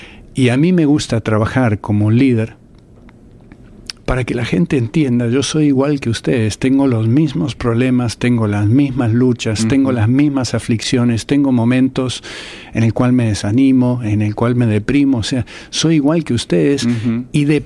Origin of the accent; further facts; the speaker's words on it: Argentina; yo soy de Argentina